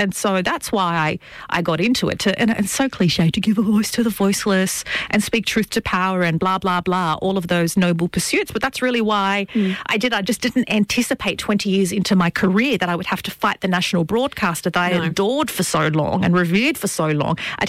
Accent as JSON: {"language": "English", "region": "New South Wales", "country": "Australia", "tie": "born or raised there", "said": "because I was, I was raised in Western Sydney at a time of the so-called War on Terror."}